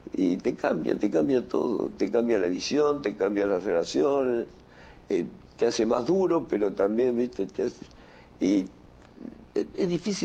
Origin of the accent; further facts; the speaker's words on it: Buenos Aires, Argentina; born there; En el barrio de Villa Devoto.